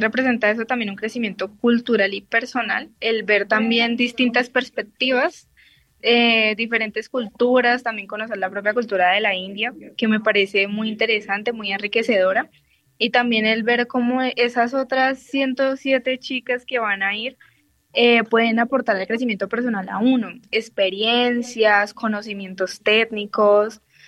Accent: Colombia

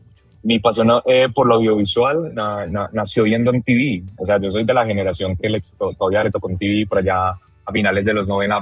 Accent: Medellín, Antioquia, Colombia; Soy un paisa que le gusta mucho Bogotá.

